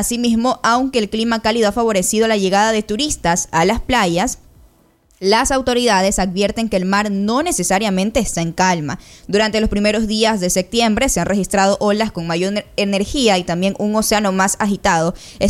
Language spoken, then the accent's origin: Spanish; Ecuador; Somos ecuatorianos. Somos de Ecuador.